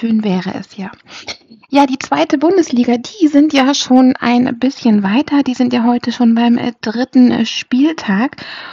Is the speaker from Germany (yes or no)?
yes; Cottbus, Brandenburg, Germany; Ja, und meine Heimat hat leider auch wieder verloren und ich bin trotzdem unfassbar stolz, dass sie zurück sind. Energie Cottbus unterliegt zu Hause Greuther Fürth mit 3 zu 4.